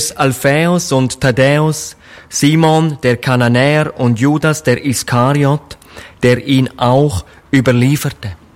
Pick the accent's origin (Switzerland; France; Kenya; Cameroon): Switzerland; accent: Swiss; Ich komme ja aus der Schweiz, das hört man, glaube ich, an meiner Sprache.